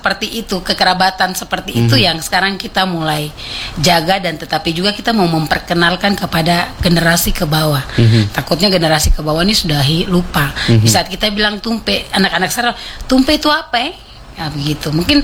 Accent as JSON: {"language": "Indonesian", "region": "Southwest Papua", "country": "Indonesia", "said": "tetapi kita mengenang dan mengajarkan kembali tentang karakter cara hidup kita orang Boy pada saat itu."}